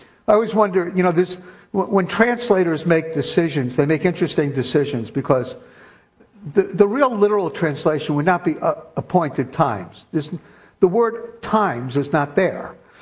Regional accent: New York, United States; now in Brooklyn, United States; So I grew up in a pretty Jewish bubble in Kew Garden Hills, and I didn't go to yeshiva, but half my friends went to yeshiva, and half my friends were in public school like me. It was wonderful growing up in New York

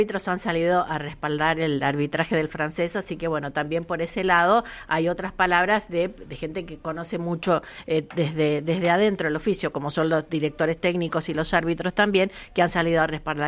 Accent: Argentina; nosotros como argentinos

